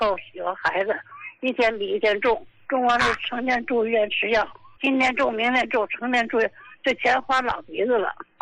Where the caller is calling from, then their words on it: Qinhuangdao, Hebei, China; 我是秦皇岛的，我今年68了。